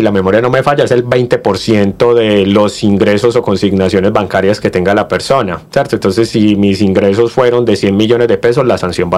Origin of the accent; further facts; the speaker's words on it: Colombia; las personas que somos colombianos.